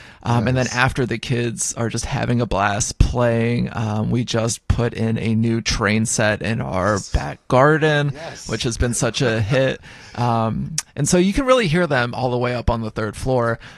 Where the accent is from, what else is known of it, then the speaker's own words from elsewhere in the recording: Nashville, Tennessee, United States; now in Red Hook, United States; So I grew up in Nashville, Tennessee.